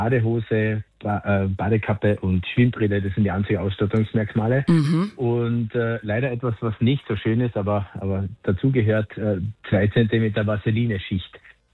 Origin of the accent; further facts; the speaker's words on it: Klagenfurt, Carinthia, Austria; für mich als Klagenfurter noch dazu